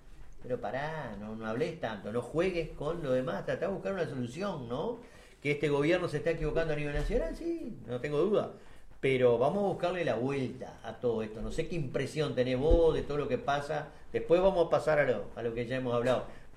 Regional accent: Uruguay; born there; nosotros nacimos acá en el Uruguay

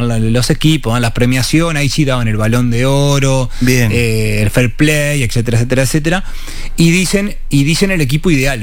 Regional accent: Montevideo, Uruguay; Nosotros nacimos en Malvin Norte.

